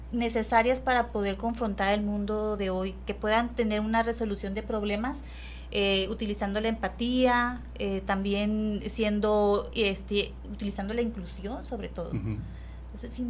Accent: Veracruz, Mexico; moved away as an adult; also born or lived in Mexico City / Querétaro; now in Ciudad Juárez, Mexico; Yo no soy de Juárez, soy de Ciudad de México, pero toda mi vida viví en Veracruz.

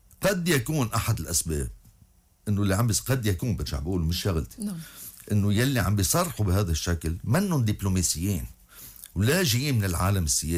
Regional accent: Lebanon; بدنا نحن نعمل خطوات على الارض كلبنانيين، هيدا اللي بيطمن شعبنا.

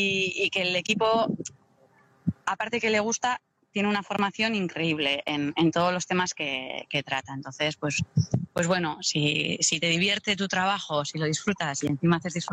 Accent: Deba, Basque Country, Spain; born there

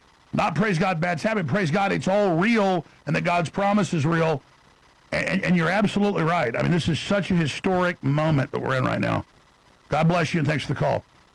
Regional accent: Texas, United States; growing up in Dallas, because I grew up in the town of the richest county in Texas, right outside Dallas

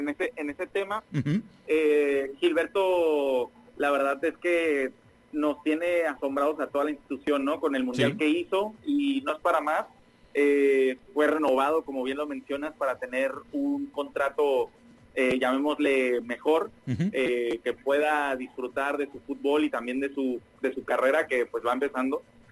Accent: Tijuana, Baja California, Mexico; Sí, tijuanense, 100%.

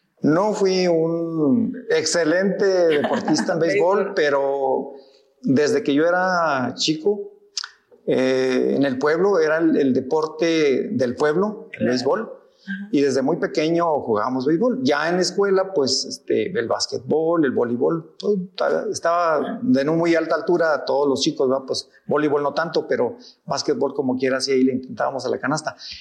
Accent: Colonia Oscar Sotomayor, Mexico; estando en la secundaria aquí en Colonia Oscar Sotomayor, en mi pueblo natal

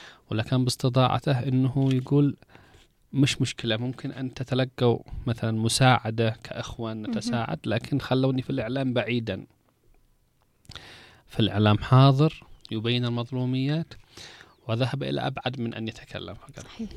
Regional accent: Yemen

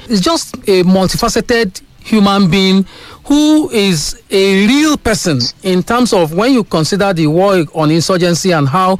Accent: Nigeria

